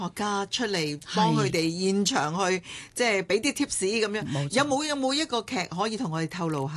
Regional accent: Hong Kong; 其实香港应该俾我哋香港人认识啊

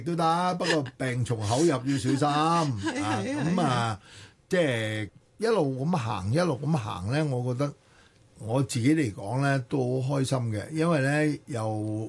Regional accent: Hong Kong; 咁梗係點一首我哋香港人耳熟能詳。

